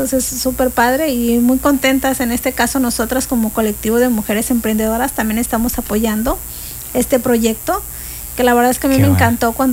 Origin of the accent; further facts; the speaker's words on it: Mexico City, Mexico; also born or lived in Guerrero; now in Cancún, Mexico; yo soy del estado de Guerrero, pero crecí mucho, sí, tiempo en la Ciudad de México, entonces conozco muy bien la cultura.